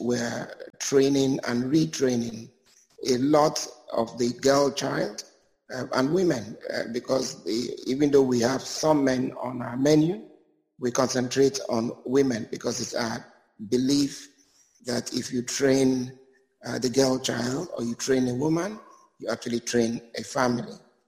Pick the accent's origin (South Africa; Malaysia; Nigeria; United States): Nigeria; Okrika, Rivers; growing up in Okrika, as Mike and I did